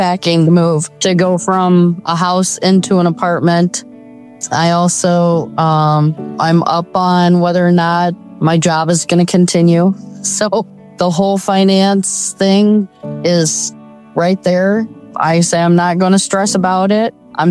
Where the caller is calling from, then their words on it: Illinois, United States; I'm calling from Illinois.